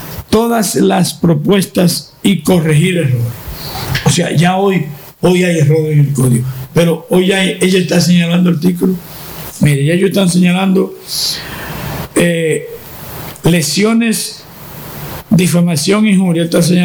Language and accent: Spanish; Dominican Republic; Ponen entredicho nuestra nacionalidad. ¿Qué hay? Los dominicanos.